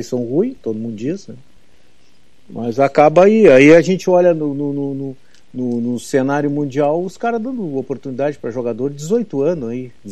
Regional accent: Pelotas, Rio Grande do Sul, Brazil; born there; Da minha cidade, né? Do meu time, de onde eu nasci, né, cara?

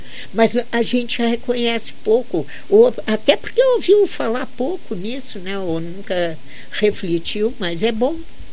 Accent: Brazil; todos nós que somos brasileiros

